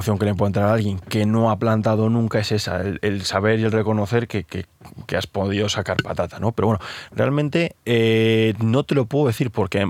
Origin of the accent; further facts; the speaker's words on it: Cenicero, La Rioja, Spain; moved away; Claro, el clima que tenemos en Cenicero, de mi pueblo